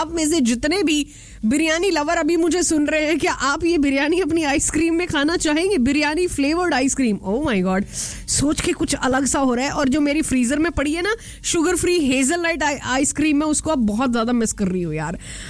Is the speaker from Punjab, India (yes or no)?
yes; Punjab, India; लेकिन हम पंजाबी लोग हैं। जब पंजाबी लोग अपने तरीके से अंग्रेजी बोलते हैं, आप सैटरडे सैटरडे कर देने हमने, ठीक है।